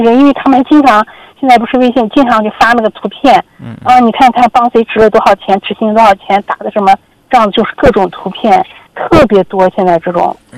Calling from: Xinjiang, China; 因为我们就是新疆的嘛

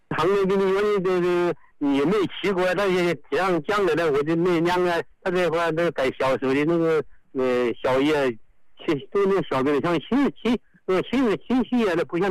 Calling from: Xiantao, Hubei, China; 我是仙桃毛贼的。

